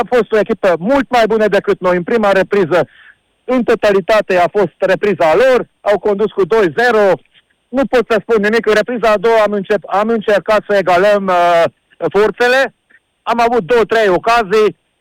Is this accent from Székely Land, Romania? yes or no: yes; Sfântu Gheorghe, Székely Land, Romania; noi suntem maghiari și că noi suntem secui